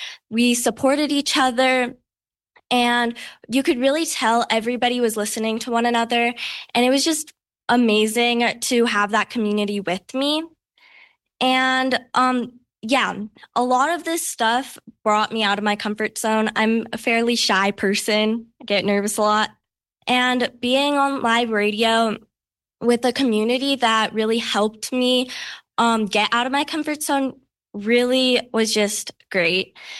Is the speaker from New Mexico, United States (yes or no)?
yes; New Mexico, United States; I'm from Nuevo Mexico, a place my family has been raised for generations.